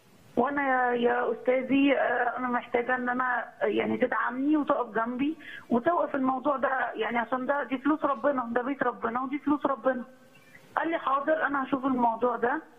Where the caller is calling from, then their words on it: Cairo, Cairo Governorate, Egypt; انا من القاهره. بنتكلم من القاهره.